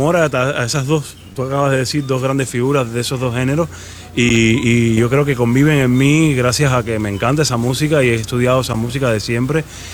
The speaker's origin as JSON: {"language": "Spanish", "region": "Havana", "country": "Cuba", "tie": "born or raised there", "also_born_or_lived": "Spain", "moved": "yes", "lives_now": "United States", "said": "Yo me crié en La Habana."}